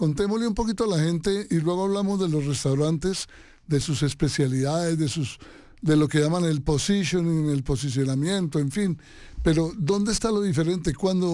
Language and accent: Spanish; Spain; Y te repito, como español, te felicito por ese súper equipo.